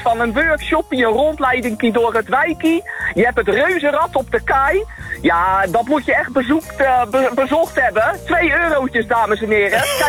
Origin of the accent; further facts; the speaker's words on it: Rotterdam, South Holland, Netherlands; Echt geboren en getogen in het wijkje Feyenoord. En mijn ouders die woonden er nog steeds, waar ik ben geboren. Ja, ik heb daar zo'n fantastische jeugd gehad.